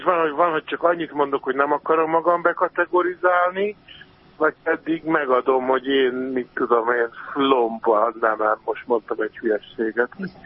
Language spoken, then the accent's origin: Hungarian; Hungary; igen, én ezt mindig mondom, hogy iszonyú szerencsések vagyunk magyarként, hogy ez föl sem merül.